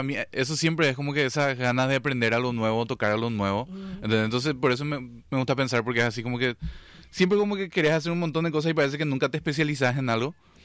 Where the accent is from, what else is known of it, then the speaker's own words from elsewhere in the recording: Encarnación, Itapúa, Paraguay; born there; yo nací en Encarnación, ¿verdad? Es hace ya 36 años.